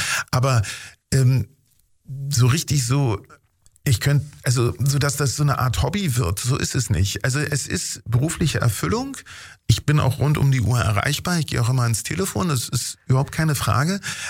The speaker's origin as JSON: {"language": "German", "region": "Berlin", "country": "Germany", "tie": "born there", "said": "Berlin, Spandau."}